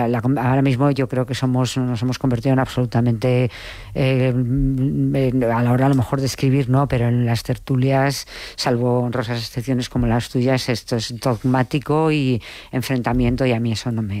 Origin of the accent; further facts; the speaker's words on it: Madrid, Community of Madrid, Spain; yo que soy de Madrid, ese problema no lo tenías